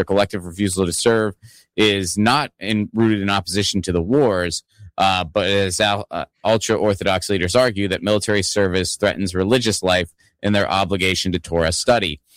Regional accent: United States; Well, as an American

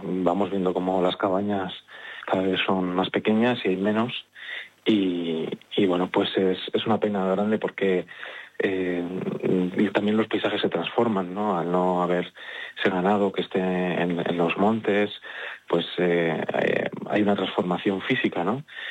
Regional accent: Ciudad Rodrigo, Castile and León, Spain; siendo de Ciudad Rodrigo, siendo salmantinos, siendo del Rebollar.

